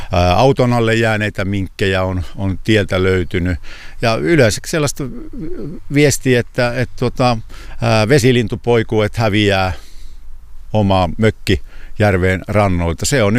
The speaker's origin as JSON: {"language": "Finnish", "region": "Central Finland", "country": "Finland", "said": "Meillä Keski-Suomessa"}